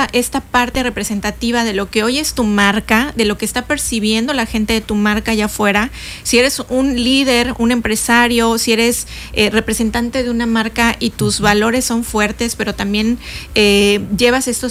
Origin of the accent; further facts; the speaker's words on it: Yucatán, Mexico; now in Cancún, Mexico; los que llegamos a Cancún y ahora ya nos sentimos cancunenses. Yo digo que soy yucancunense, soy de Yucatán y de Cancún.